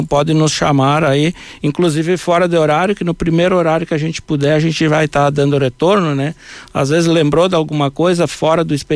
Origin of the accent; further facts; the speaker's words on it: Encantado, Rio Grande do Sul, Brazil; moved away as an adult; por 5 anos estarmos nessa cidade maravilhosa aqui, né? A cidade minha cidade natal, né? Nasci, me criei aqui